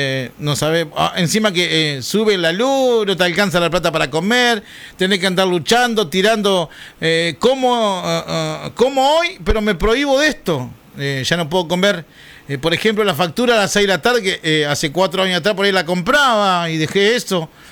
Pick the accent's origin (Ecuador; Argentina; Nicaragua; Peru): Argentina; estamos pasando un momento medio difícil los argentinos